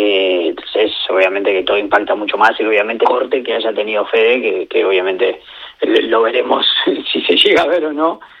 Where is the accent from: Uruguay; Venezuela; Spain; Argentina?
Uruguay; nosotros siendo uruguayos tenemos la obligación de con España tener que estar ahí mandando en el grupo.